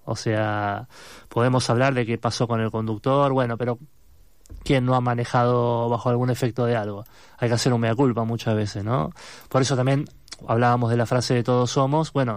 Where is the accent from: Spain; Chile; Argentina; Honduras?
Argentina